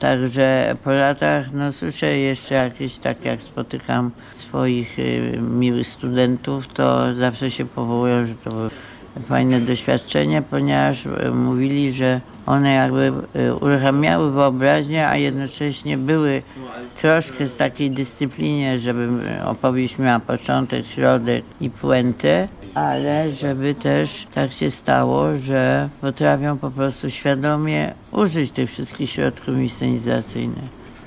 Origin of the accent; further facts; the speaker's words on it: Kraków, Lesser Poland, Poland; born there; also born or lived in Łódź; now in Warsaw, Poland; pomimo że się urodziłam w Krakowie, mieszkam oczywiście na stałe w Warszawie, to miałam jednak też tu początki łódzkie.